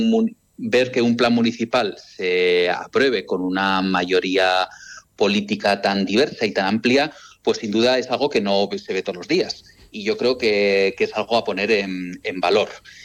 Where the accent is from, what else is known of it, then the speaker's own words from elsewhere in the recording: Cizur Mayor, Navarre, Spain; Yo siempre digo que los de Cizur somos muy de Cizur, queremos seguir viviendo en Cizur.